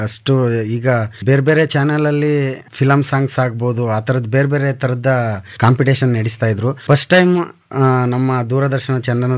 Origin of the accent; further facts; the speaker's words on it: Chamarajanagar, Karnataka, India; moved away as an adult; also born or lived in Mysore; ಯಳಂದೂರು ತಾಲೂಕು ಚಂಗಚಳ್ಳಿ ಅಂತ ಗ್ರಾಮ ಸರ್. ಅಲ್ಲಿ ಒಂದು ಪುಟ್ಟ ಹಳ್ಳಿ, ಅಲ್ಲಿಗೆ ಏನೋ ಒಂದು ಬಸ್ಸು ಎರಡು ಬಸ್ ಇರ್ಬೋದು.